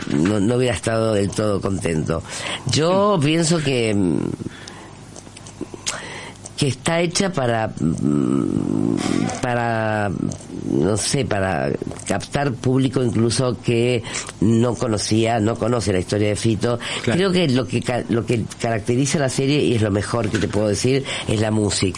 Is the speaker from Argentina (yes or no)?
yes; Argentina; moved away as an adult; also born or lived in Spain; siendo argentina, me habían como quitado una parte de mi identidad.